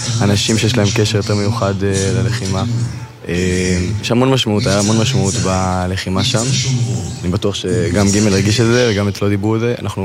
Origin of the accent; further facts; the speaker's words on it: Ramat Gan, Tel Aviv District, Israel; אני מרמת גן.